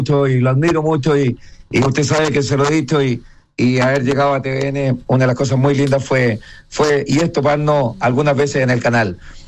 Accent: Santiago, Santiago Metropolitan Region, Chile; Bueno, yo me crié ahí en cerca de la población Yarur, donde hoy día está Machaza, donde está Televisión. Es un barrio un casco antiguo de Santiago

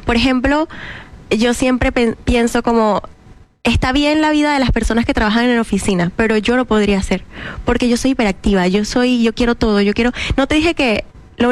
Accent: Venezuela; moved away as an adult; Y yo salí de Venezuela cuando tenía 19 años.

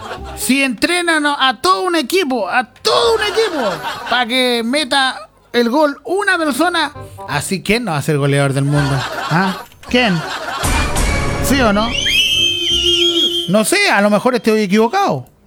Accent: Chile; yo era autocrítico como chileno

